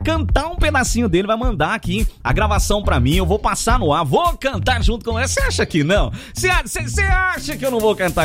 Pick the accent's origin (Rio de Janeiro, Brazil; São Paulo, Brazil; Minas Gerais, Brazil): Minas Gerais, Brazil; Eu e um monte de mineiro que estavam lá.